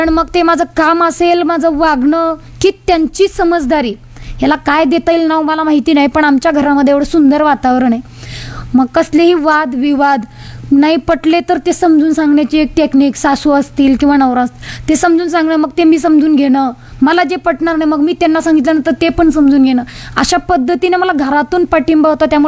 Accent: Maharashtra, India; मी आवर्जून मी मराठवाड्याची हे वाक्य सांगत असते की मी मराठवाड्यातली आहे, उस्मानाबाद जिल्ह्यातली आहे, धाराशिव जिल्ह्यातील आहे.

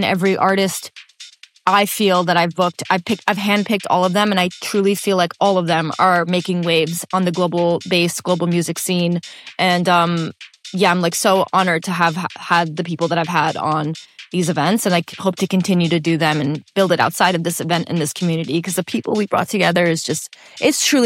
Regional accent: Lahore, Punjab, Pakistan; now in United States; it is called … which is the name of the neighborhood I grew up in Lahore, Pakistan.

